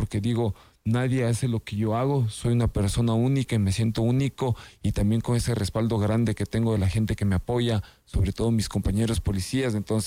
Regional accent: Ecuador; en el ring represento la bandera de mi Ecuador, soy muy ecuatoriano, muy orgulloso de serlo

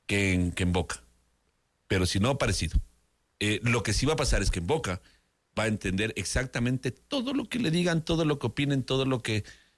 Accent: Ecuador; como futboleros y como ecuatorianos

